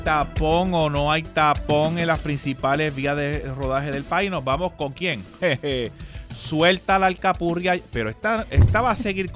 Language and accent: Spanish; Puerto Rico; nosotros los puertorriqueños agarramos un avión y nos vamos para Estados Unidos. Claro, nosotros somos ciudadanos americanos